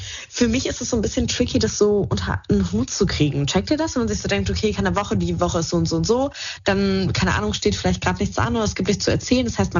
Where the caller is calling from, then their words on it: Idstein, Hesse, Germany